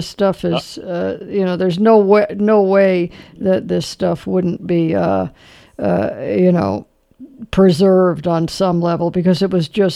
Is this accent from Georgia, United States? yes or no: no; Los Angeles, California, United States; born there; I was born in Los Angeles at Temple Hospital.